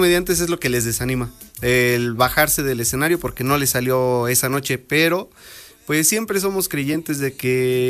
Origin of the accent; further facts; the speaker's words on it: Nayarit, Mexico; Si no lo mencionamos, venimos de la Rivera Naya.